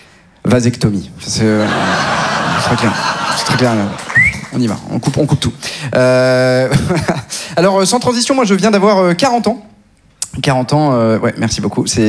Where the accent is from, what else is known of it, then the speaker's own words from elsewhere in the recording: Neuilly-sur-Seine, Île-de-France, France; Alors moi je suis une caricature parce que non seulement j'ai grandi à Neuilly, mais en plus dans une famille nombreuse.